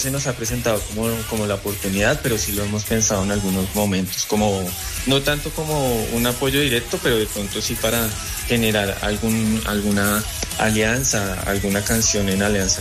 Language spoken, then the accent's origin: Spanish; Colombia; esa identidad que tenemos nosotros como no solo como colombianos, sino como latinos.